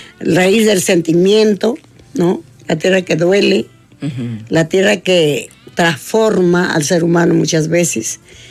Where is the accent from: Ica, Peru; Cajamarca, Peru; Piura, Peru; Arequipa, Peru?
Ica, Peru; Pisco; born there; now in Lima, Peru; Soy nacida en esa tierra de Cañete, Pisco.